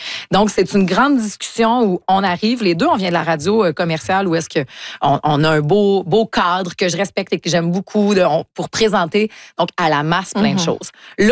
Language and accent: French; Lac-Saint-Jean, Quebec, Canada; moved away as an adult; also born or lived in Sherbrooke / Montreal; On a été de ceux, les deux, on vient du lac.